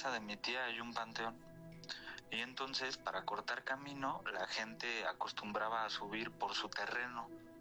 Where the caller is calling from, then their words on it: Naucalpan, State of Mexico, Mexico; De Naucalpan.